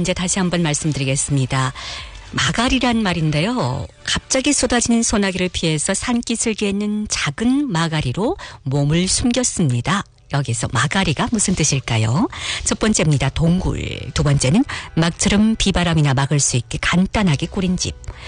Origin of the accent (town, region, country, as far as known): Helong, Jilin, China; born or raised there; moved away